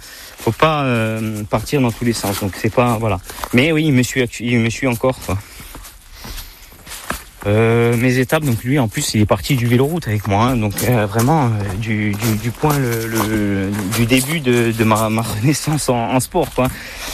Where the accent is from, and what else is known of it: Scat, Corsica, France